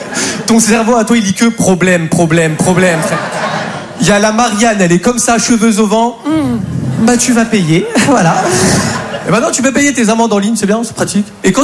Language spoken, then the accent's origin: French; France; Je suis français, moi, ok?